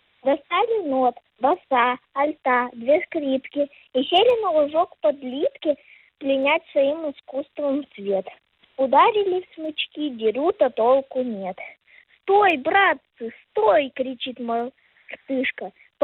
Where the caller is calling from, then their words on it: Yekaterinburg, Sverdlovsk Oblast, Russia; Из Екатеринбурга